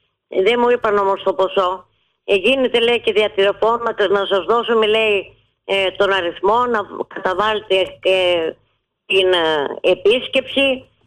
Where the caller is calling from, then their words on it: Athens, Attica, Greece; από Κυψέλη.